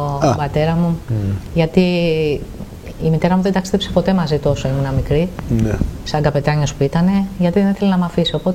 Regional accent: Vrontados, North Aegean, Greece; born there; also born or lived in Chios town; μέχρι την τρίτη γυμνασίου, πήγαινα στο Βροντάδο με το λεωφορείο.

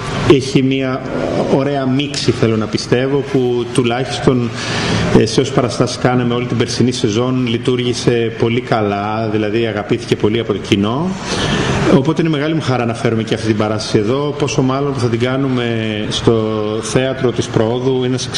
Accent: Chios, North Aegean, Greece; moved away; να φέρνω παραστάσεις μου στο νησί μου

